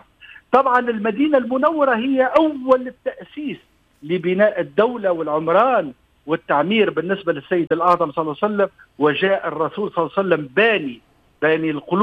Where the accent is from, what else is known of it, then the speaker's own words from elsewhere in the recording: Tunisia; أحفظ بلادنا تونس